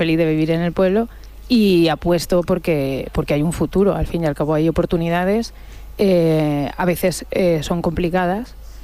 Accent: Zaragoza, Aragon, Spain; moved away as an adult; now in Romanillos, Spain; yo soy natural de Zaragoza, yo no soy de aquí, pero llevo 20 años viviendo

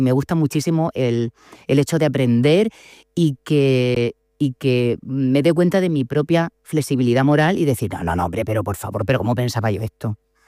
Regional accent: Murcia, Region of Murcia, Spain; De Murcia, de la Universidad Católica.

